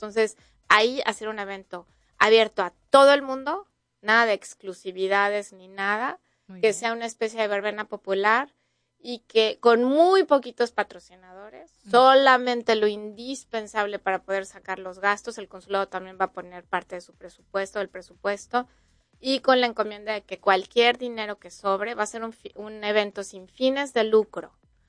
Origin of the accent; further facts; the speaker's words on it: Mexico; now in Oklahoma City, United States; que nos permita a nosotros como mexicanos celebrar esta parte de nuestra herencia cultural y compartirla con el resto de la sociedad en Oklahoma City